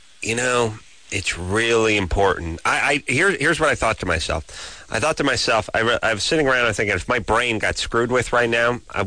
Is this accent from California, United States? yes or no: yes; Los Angeles, California, United States; born there